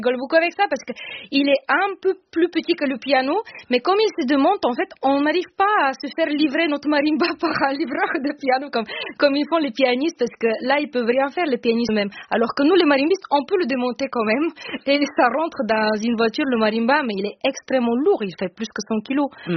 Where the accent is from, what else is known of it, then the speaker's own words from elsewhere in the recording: Bulgaria; French is a second language; now in France; quand je suis arrivée en France en 2004-2005, je n'avais pas encore un marimba 5 octaves, en fait, j'ai grandi en Bulgarie, dans une famille de musiciens